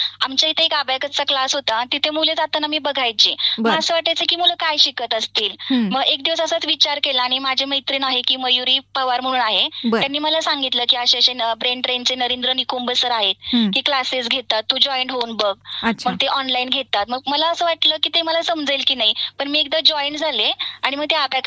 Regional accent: Lonand, Maharashtra, India; moved away as an adult; now in Nira, India; माझं माहेर लोणंद आहे आणि आता मी नीरेमध्ये वास्तव आहे.

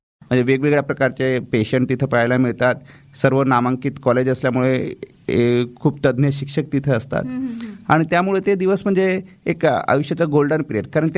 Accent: Jalgaon, Maharashtra, India; माझं बालपण इथं जळगावमध्ये झालेलं आहे.

